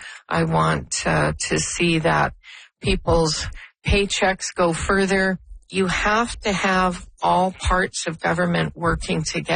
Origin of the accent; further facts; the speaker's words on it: Canada; Not at all. I'm a Canadian, born and bred.